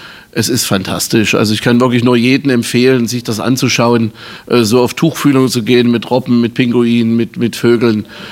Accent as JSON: {"language": "German", "area": "Gera district", "region": "Thuringia", "country": "Germany", "tie": "born there", "said": "Aber ich bin ja ein Kind des Ostens. Ich bin im heutigen Thüringen geboren, Bezirk Gera, 1972."}